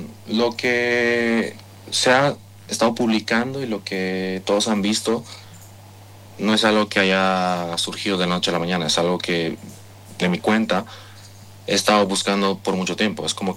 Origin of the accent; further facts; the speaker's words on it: Tupiza, Potosí, Bolivia; also born or lived in Oruro; el sur de Potosí. He vivido mucho tiempo allí, pero bueno, nacido en Oruro, pero criado en Tupiza